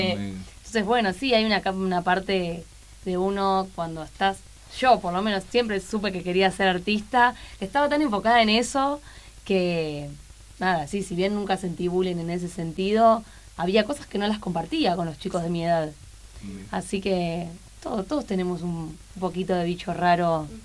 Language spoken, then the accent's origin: Spanish; Argentina; Acá somos todos creadores argentinos